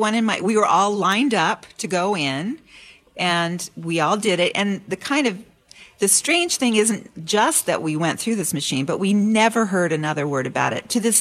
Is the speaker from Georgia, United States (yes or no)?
no; Richland, Washington, United States; I have to defend this place. It is my hometown and these are my people.